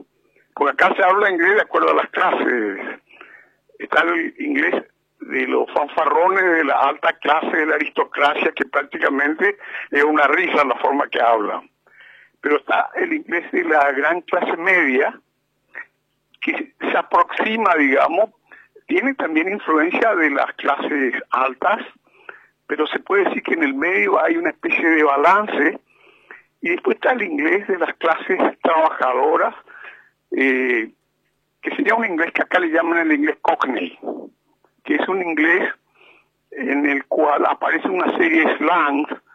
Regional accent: Paraguay; nosotros, como paraguayo, digamos, porque yo nunca he abandonado mis raíces, somos supuestamente bilingües.

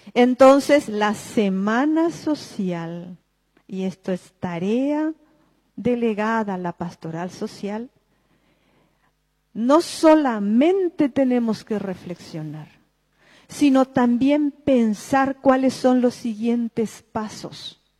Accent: Paraguay; ¿Cómo recuperar el valor que nos identifica como paraguayos?

